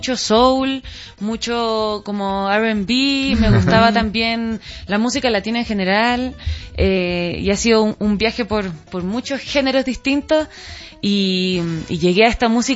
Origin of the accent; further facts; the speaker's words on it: Punta Arenas, Magallanes, Chile; Yo soy de Punta Arenas, que es la Patagonia chilena, que es como lo último que hay en Chile